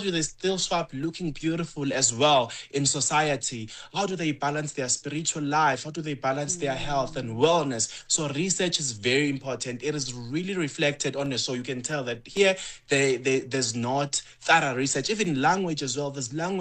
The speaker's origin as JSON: {"language": "English", "region": "KwaZulu-Natal", "country": "South Africa", "said": "I'm from Zululand."}